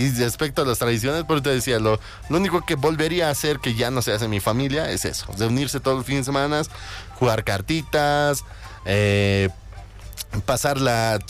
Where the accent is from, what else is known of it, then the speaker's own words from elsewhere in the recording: La Paz, Bolivia; Yo no, soy boliviano y paseño.